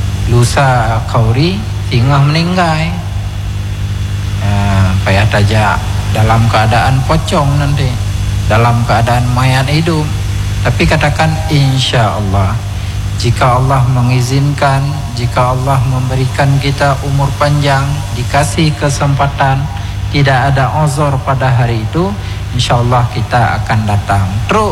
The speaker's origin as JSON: {"language": "Indonesian", "region": "Aceh", "country": "Indonesia", "said": "Kebiasaan kita orang Aceh itu kalau sudah diundang itu serius."}